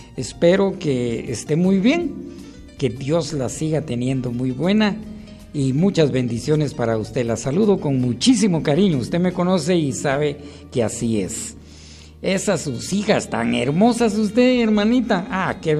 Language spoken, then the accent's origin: Spanish; Cuilco, Huehuetenango, Guatemala; mi pueblo Cuilco, esa mi tierra perla escondida, mi Cuilco hermoso.